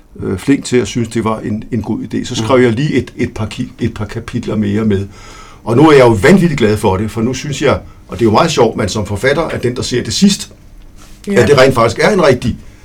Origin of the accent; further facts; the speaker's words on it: Rødovre, Capital Region of Denmark, Denmark; Så min barndom har været i Rødovre.